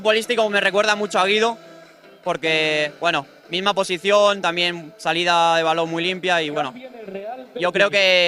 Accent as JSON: {"language": "Spanish", "town": "Barcelona", "region": "Catalonia", "country": "Spain", "said": "Somos una familia de Barcelona, béticos, y bueno, que seguimos al Betis siempre y y hemos aprovechado para escaparnos y venir aquí a Granada y seguirlos desde cerca."}